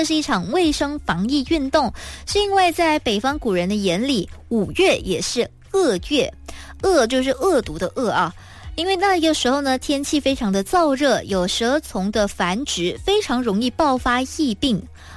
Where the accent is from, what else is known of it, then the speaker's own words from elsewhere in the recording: Kedah, Malaysia; 那我是吉打人